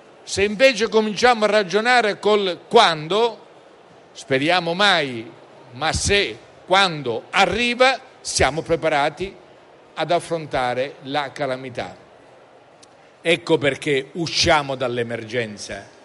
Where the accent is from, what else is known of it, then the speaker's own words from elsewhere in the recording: Sicily, Italy; Io sono siciliano, come sapete, quando ho tempo mi dedico alla storia della mia regione